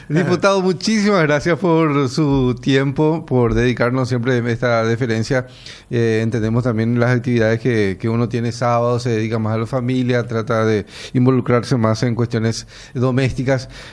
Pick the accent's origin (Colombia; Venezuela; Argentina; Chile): Argentina; now in Paraguay; Yo soy argentino, así que la camiseta es por eso.